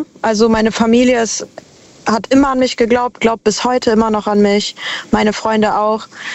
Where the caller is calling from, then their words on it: Cologne, North Rhine-Westphalia, Germany; Ich bin aus Köln.